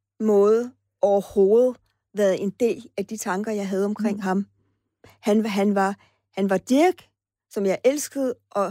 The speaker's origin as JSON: {"language": "Danish", "town": "Fredericia", "region": "Region of Southern Denmark", "country": "Denmark", "moved": "yes", "said": "Jamen, jeg kommer fra Fredericia, og jeg bor herovre alene og sådan noget."}